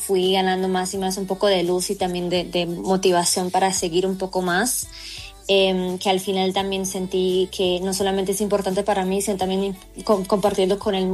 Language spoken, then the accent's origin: Spanish; Colombia; also born or lived in Germany; yo soy colomba alemana, mi papá es colombiano, mi mamá alemana